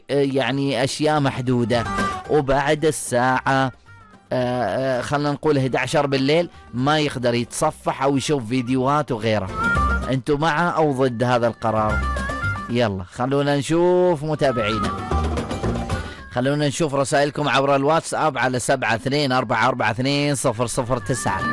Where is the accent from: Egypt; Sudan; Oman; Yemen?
Oman; عندنا في سلطنة عمان